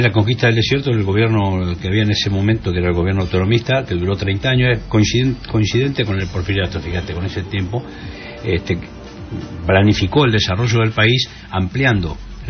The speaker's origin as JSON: {"language": "Spanish", "town": "Pehuajó", "region": "Buenos Aires Province", "country": "Argentina", "said": "Yo soy de Pehuajó, un pueblo del oeste de la provincia de Buenos Aires. Un pueblo en el corazón de la pampa húmeda, ¿no? De pueblo, bien de pueblo."}